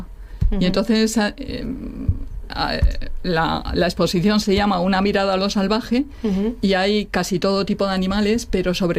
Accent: Madrid, Community of Madrid, Spain; now in Asturias, Spain; Y cuando vine para aquí, para Asturias, porque yo soy de Madrid

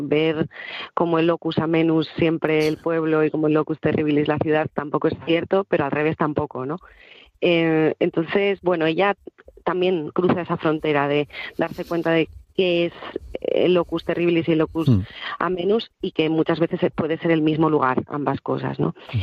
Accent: Asturias, Spain; escribir en asturiano y escribir como escribían como habla la gente, claro, de mi alrededor, la gente de mi pueblo.

